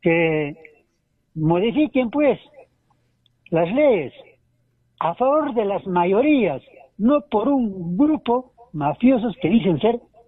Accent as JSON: {"language": "Spanish", "country": "Peru", "said": "aquí como peruanos necesitamos la industrialización de nuestra patria, en todo su sentido."}